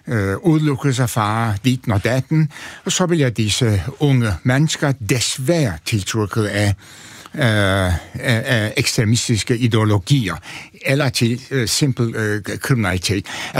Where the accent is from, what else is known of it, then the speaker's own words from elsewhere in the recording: Antalya, Turkey; Altså, jeg kommer fra en sådan en den overmiddelklasse familie. Altså, min far var apoteker, tjente mange penge i den lille by Antalya, som er kæmpestor, trist by.